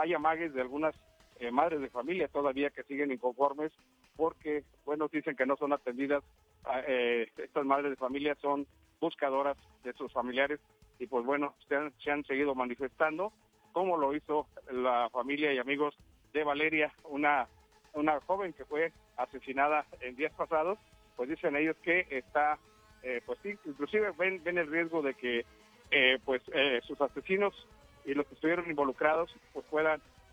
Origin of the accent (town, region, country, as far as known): Mexico